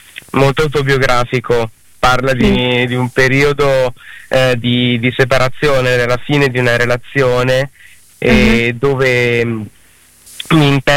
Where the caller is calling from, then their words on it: Bologna, Emilia-Romagna, Italy; Io sono di Bologna.